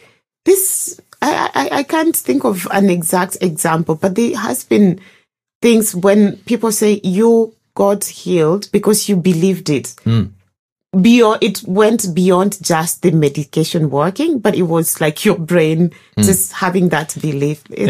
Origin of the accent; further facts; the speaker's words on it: Kenya; moved away; I'm from Kenya.